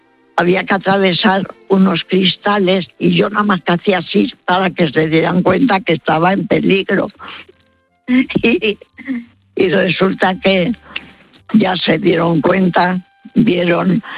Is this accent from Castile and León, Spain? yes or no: no; Madrid, Community of Madrid, Spain; Y ya dije de dónde era, de Madrid.